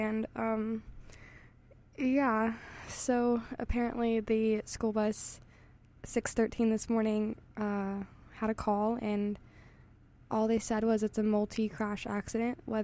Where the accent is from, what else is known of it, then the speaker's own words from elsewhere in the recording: Florida, United States; born there; now in Morgantown, West Virginia, United States; my home state, Florida